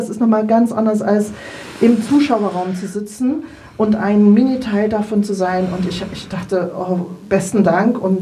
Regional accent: Saxony, Germany; das ist meine Heimatstadt und ich kann da zu Fuß, was weiß ich, dahin laufen, bin an der Thomaskirche, bin am Mendelssohn-Denkmal

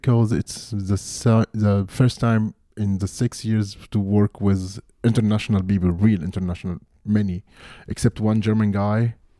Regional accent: Egypt; And I come from Egypt, so I think I'm in my shift, I'm the only Arabic person

